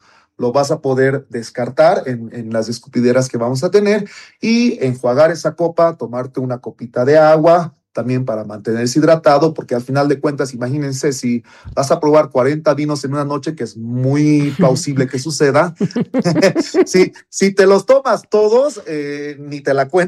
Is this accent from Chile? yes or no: no; Bolivia; nosotros como bolivianos